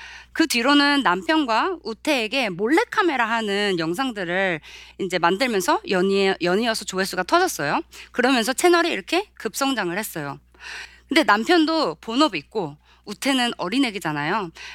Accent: Spain; 제가 9살 때부터 스페인에서 자랐어요. 그래서 스페인어, 영어, 한국어를 조금 이제 할 수 있어요.

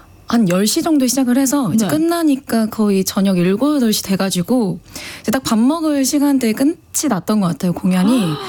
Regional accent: Haenam, South Jeolla, South Korea; 완전 이제 해남 시골 소녀가

